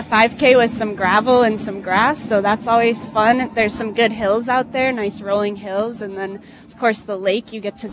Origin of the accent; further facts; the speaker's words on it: Killingly, Connecticut, United States; We grew up in Killingly